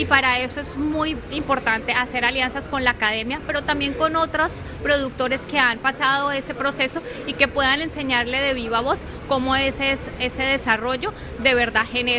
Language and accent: Spanish; Cali, Valle del Cauca, Colombia; Yo no soy oriunda de Montelíbano, yo soy oriunda de Cali y en el tema gastronómico tengo todavía el corazoncito caleño.